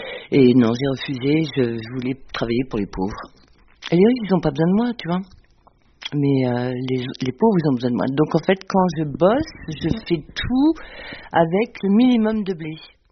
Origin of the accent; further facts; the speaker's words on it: Fez, Fez-Meknès, Morocco; born there; also born or lived in Midelt / Taroudant; Donc ma sœur est née à Midel, je suis née à Fès, on était à Taroudant, on était à Meknès, on était partout dans tout le Maroc pour suivre le travail de mon père.